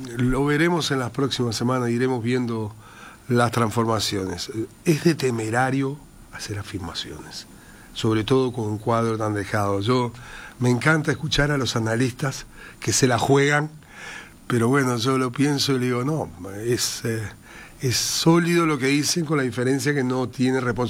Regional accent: Uruguay; nosotros somos Uruguay

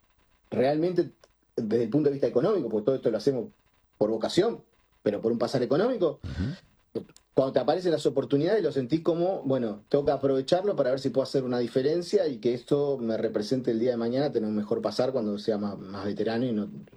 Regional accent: Uruguay

